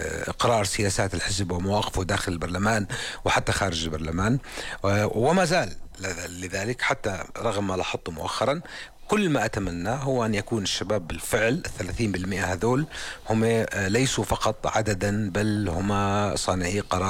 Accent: Zarqa, Zarqa Governorate, Jordan; يعني أنا من الزرقاء، هناك 4 شباب من الزرقاء

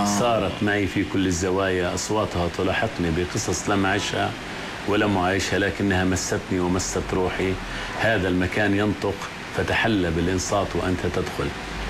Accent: Amman, Amman Governorate, Jordan; also born or lived in Berlin, Germany; يعني أنا طلعت من عمان بس أخذت عمان معي على برلين.

